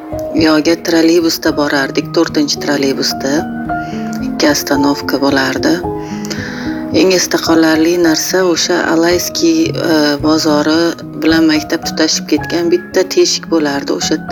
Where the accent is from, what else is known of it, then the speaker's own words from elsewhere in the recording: Tashkent, Uzbekistan; born there; Oloy bozorining yonida joylashgan ixtisoslashgan 17-chi maktabda o'qiganman.